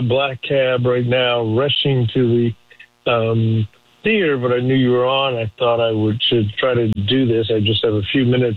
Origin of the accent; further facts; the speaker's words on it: Chicago, Illinois, United States; Well, I think now from my hometown, I know Chicago.